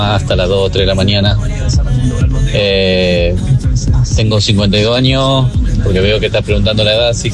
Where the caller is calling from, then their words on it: Santa Fe, Argentina; Acá de Santa Fe Capital